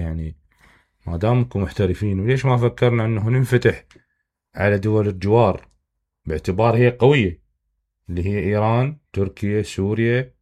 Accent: Iraq; عندنا بالعراق

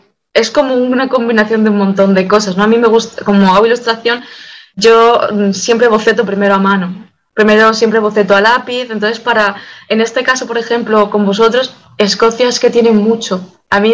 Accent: Spain; moved away; ahora porque yo soy de España y me he mudado aquí, entonces estás un poco pendiente, ¿no? De España, de cómo está la cosa allí, la familia, los amigos.

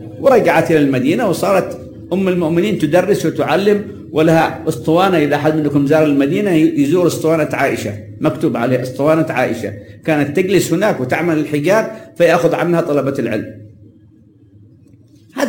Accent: Yemen

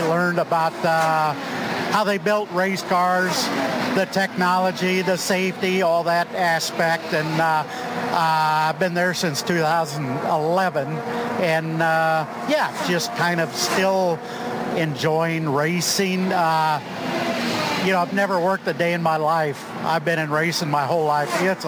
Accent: Wisconsin, United States; I'm from Wisconsin. I came here, Milwaukee, as a kid

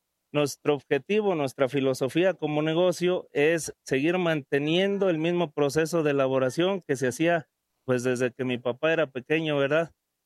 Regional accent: Bernal, Querétaro, Mexico; Somos del estado de Querétaro, del municipio de Ezequiel Montes, de la delegación de Peña de Bernal.

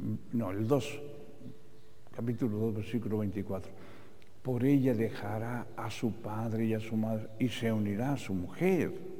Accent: Mexico City, Mexico; born there; la parroquia donde yo nací, en esa colonia Ampliación Casas Alemán

